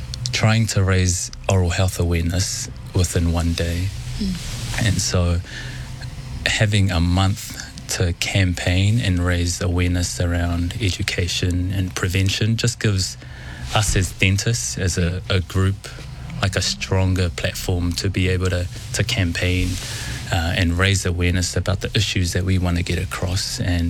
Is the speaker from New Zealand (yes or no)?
yes; Onehunga, Auckland, New Zealand; You know, even though I grew up in Onehunga, a large portion of my family in South Auckland.